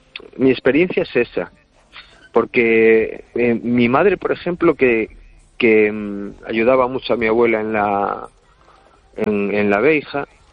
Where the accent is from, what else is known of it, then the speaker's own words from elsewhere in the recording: Cangas, Galicia, Spain; Claro, yo soy de Cangas y tengo ese lenguaje aún de ir a sachar a veija.